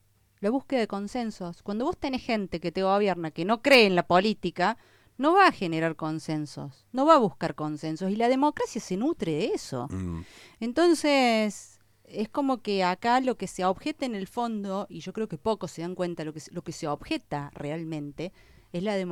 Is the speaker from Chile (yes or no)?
no; Capilla del Monte, Córdoba, Argentina; yo sueño con conducir los destinos de mi pueblo